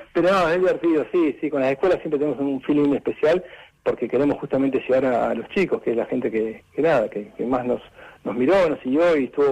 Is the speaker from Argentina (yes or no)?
yes; San Carlos de Bariloche, Río Negro, Argentina; yo soy Bariloche, yo me crié con naturaleza y me crié ahí en el ambiente